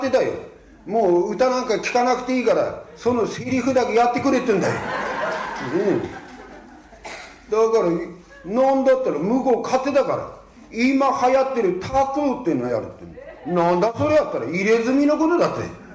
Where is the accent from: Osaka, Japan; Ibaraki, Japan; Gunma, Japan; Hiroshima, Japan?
Ibaraki, Japan; moved away as an adult; 私のふるさと茨城